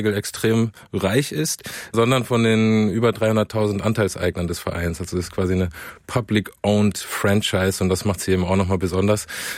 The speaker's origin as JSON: {"language": "German", "town": "Pforzheim", "region": "Baden-Württemberg", "country": "Germany", "said": "also ich komme aus Pforzheim. Und Green Bay hat mich ein bisschen an Pforzheim erinnert."}